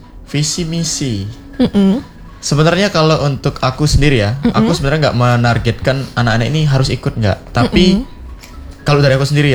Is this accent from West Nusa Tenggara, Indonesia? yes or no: yes; West Nusa Tenggara, Indonesia; also born or lived in East Java; saya mungkin kenapa mau keluar dari Jawa Timur itu karena saya orang NTB